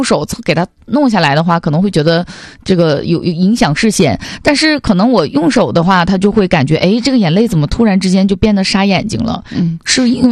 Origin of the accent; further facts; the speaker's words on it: Northeast China, China; accent: Northeastern; 用咱们东北话讲叫比较沙